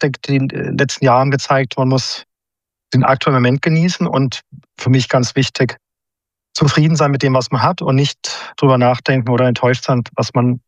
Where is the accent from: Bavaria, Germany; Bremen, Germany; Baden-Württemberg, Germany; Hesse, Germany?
Baden-Württemberg, Germany; Freiburg; born there; Ich bin geboren in Freiburg.